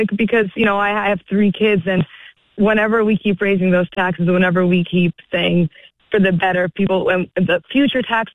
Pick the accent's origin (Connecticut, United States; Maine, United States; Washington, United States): Maine, United States; Gorham; And so then they came to Maine And I grew up in Maine and in Gorham, actually. And this is the only life that I knew.